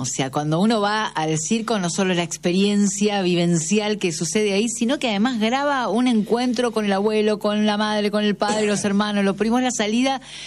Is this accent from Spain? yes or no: no; Liniers, Buenos Aires, Argentina; de Liniers, tengo 56 años.